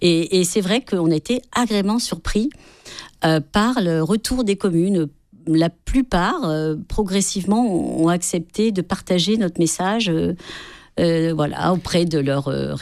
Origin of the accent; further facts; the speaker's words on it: Provence-Alpes-Côte d'Azur, France; chez nous, sur le littoral des Alpes-Maritimes